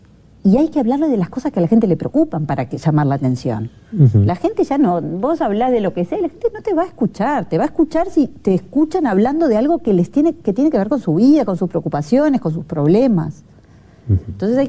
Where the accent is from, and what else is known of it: Uruguay